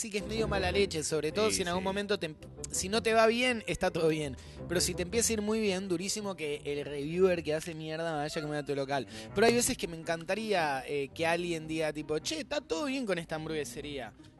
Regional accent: Buenos Aires, Argentina; los porteños son el peor, el peor problema de Capital Federal, somos es Capital Federal

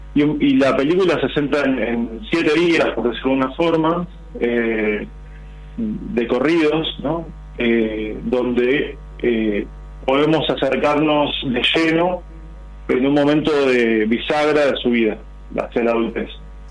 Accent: Haedo, Buenos Aires Province, Argentina; Yo soy del oeste, yo soy de Aedo.

